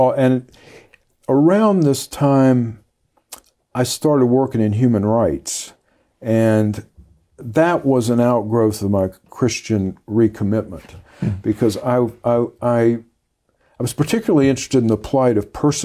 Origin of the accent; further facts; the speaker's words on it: the South, United States; I grew up in the South. You're Protestant or Catholic.